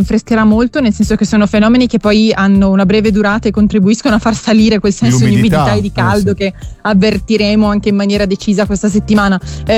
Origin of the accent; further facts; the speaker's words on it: Calabria, Italy; mio paese, la Calabria.